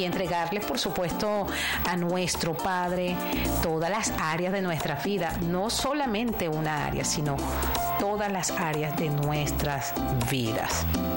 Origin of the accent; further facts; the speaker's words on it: Barquisimeto, Lara, Venezuela; moved away; así me dicen en mi tierra natal, en Barquisimeto, estado Lara